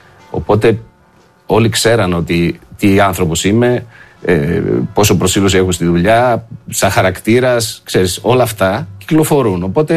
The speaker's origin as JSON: {"language": "Greek", "country": "Greece", "said": "είμαι ο Έλληνας που προέρχεται από τον ΠΑΟΚ"}